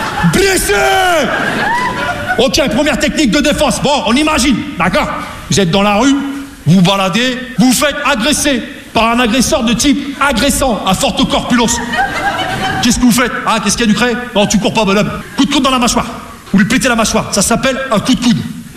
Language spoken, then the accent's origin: French; Rouen, Normandy, France; Je viens de Rouen, tu vois, la Normandie, les Vikings